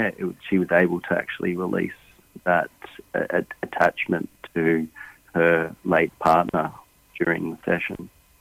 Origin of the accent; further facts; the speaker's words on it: Australia; And I guess you can draw from being an Australian and, you know, the Aboriginal song lines to the Tibetan bowls.